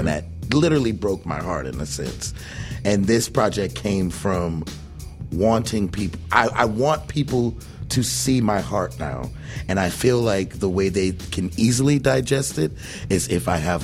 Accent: New Orleans, Louisiana, United States; I am grateful, at, especially growing up in New Orleans, I have so many mentors who are just incredible people.

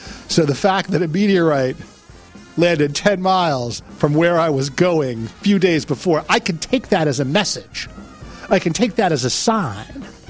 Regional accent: Boston, Massachusetts, United States; moved away; Massachusetts, my home state.

